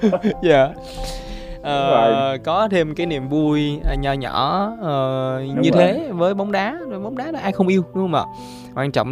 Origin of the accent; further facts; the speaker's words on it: Sa Đéc, Đồng Tháp, Vietnam; nói là ở quê, nhưng mà cũng ở quê em thì cũng ngay thành phố rồi, nếu như mà tính trước đó thì cũng ngay thành phố Sa Đéc đó